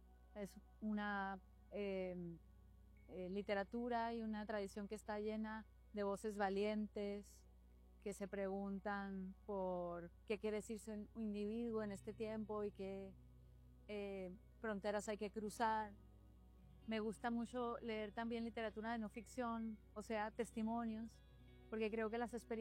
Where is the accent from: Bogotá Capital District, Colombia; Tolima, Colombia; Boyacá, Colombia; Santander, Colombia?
Santander, Colombia; Barrancabermeja; moved away as an adult; now in Ciudad Juárez / El Paso border area; Cuando vivía en mi ciudad natal, Barranca Bermeja, en el centro de mi país, Colombia, tuve una infancia muy bonita